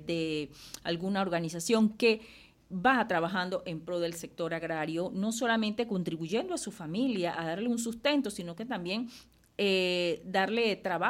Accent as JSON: {"language": "Spanish", "country": "Panama"}